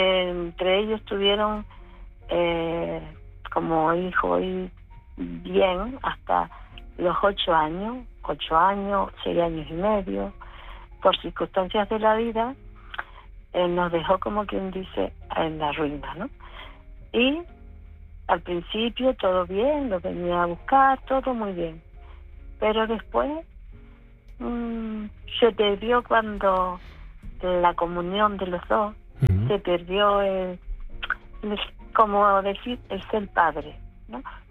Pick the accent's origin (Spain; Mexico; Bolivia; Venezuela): Spain; Canary Islands; porque yo soy canaria, de la isla de enfrente.